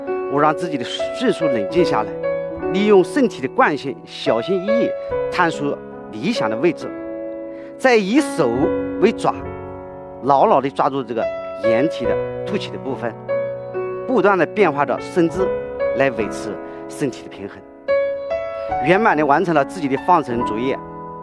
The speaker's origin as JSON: {"language": "Chinese", "town": "Wuwei", "region": "Anhui", "country": "China", "tie": "born or raised there", "said": "因为我的老家是在无为，它是鱼米之乡。那么到了黄山风景区这边的时候，看到这种大山啊，就感觉到非常的险峻陡峭"}